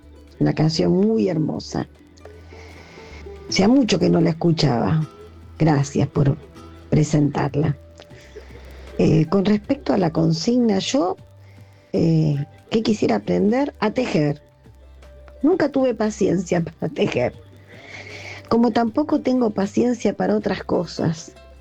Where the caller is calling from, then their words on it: Buenos Aires, Argentina; de Colegiales.